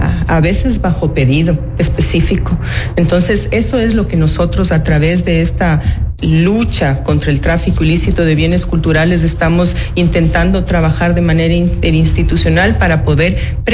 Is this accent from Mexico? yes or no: no; Ecuador